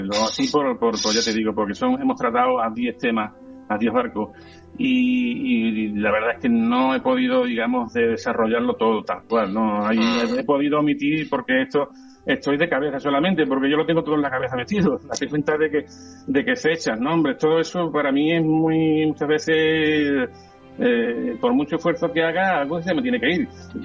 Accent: Cádiz, Andalusia, Spain; yo soy de Cádiz, pero muchas veces me escucháis y me cambia

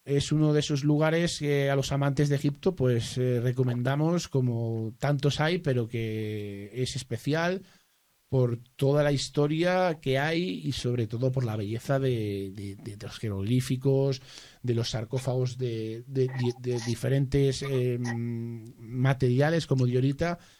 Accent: Spain; Porque verdaderamente España tenemos la desgracia...

